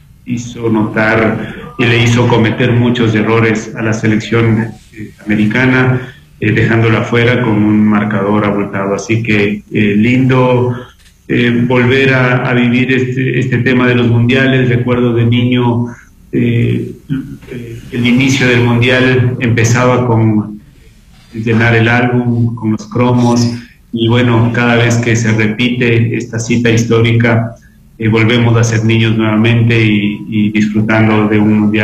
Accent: Ecuador

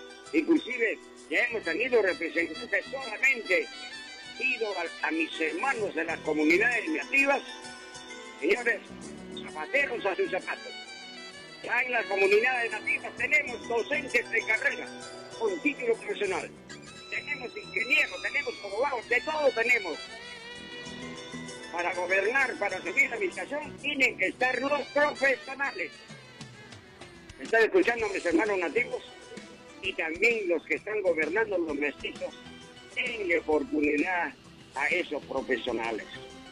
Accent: Peru

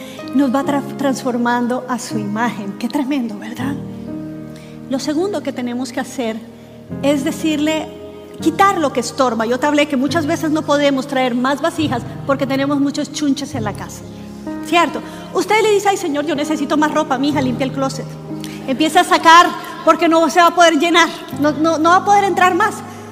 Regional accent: Barranquilla, Atlántico, Colombia; Mi hermano en un piano, el otro con el tambor, claro, porque somos barranquilleros, no tiene que haber tambor, por supuesto, una tambora.

